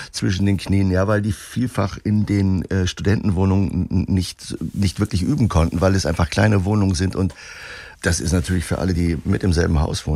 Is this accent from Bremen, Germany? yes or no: yes; Bremerhaven, Bremen, Germany; moved away as an adult; also born or lived in Salzburg; Ich bin leidenschaftlich im Norden aufgewachsen mit Meer, mit Wind und Meer. Mein Vater war Kapitän